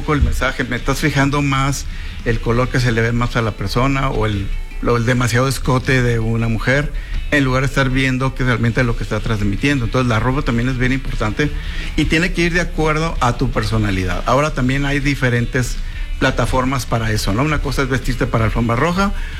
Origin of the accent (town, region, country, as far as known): Hermosillo, Sonora, Mexico; born or raised there